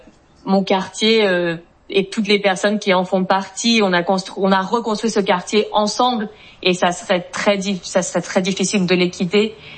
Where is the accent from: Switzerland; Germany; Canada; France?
France; Paris, Île-de-France; moved away as an adult; now in Detroit, United States; moi je suis une Parisienne, une Montmartroise, mais j'ai décidé d'aller vivre une vie totalement différente.